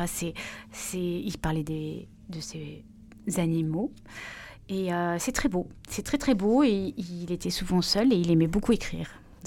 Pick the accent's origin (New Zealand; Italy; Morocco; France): France; Grenoble, Auvergne-Rhône-Alpes; moved away as an adult; also born or lived in Paris